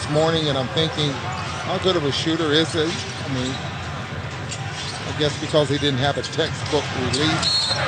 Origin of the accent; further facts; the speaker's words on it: Omaha, Nebraska, United States; my hometown, Omaha, Nebraska.